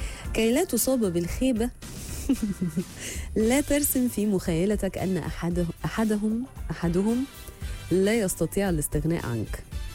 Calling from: Kuwait

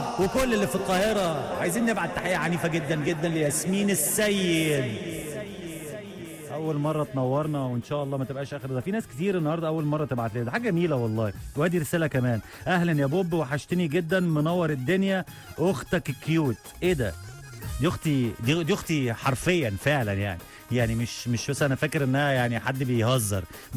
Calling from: Tunisia; من تونس عايز بعد إذنك أسمع مزيكا شهيصة للنجم

